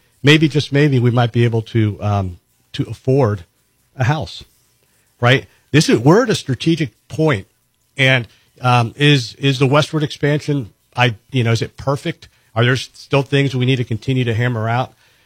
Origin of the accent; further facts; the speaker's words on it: Titusville, Florida, United States; I'm born and raised here in Florida, right? I was born in Titusville, Florida.